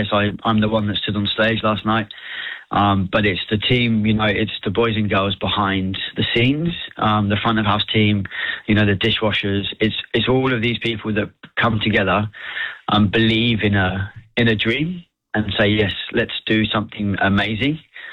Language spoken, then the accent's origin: English; England, United Kingdom; moved away as an adult; also born or lived in France / Singapore / Hong Kong; So I'm English. So I started in England.